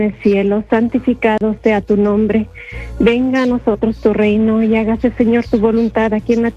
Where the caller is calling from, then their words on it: Perris, California, United States; Estoy aquí en Perris, California.